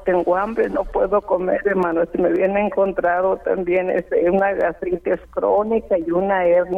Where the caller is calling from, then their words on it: Guadalupe, Nuevo León, Mexico; De aquí, de Guadalupe